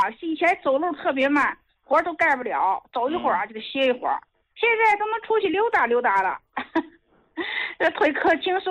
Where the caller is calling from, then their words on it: Kunming, Yunnan, China; 李老师您好，我是昆明的。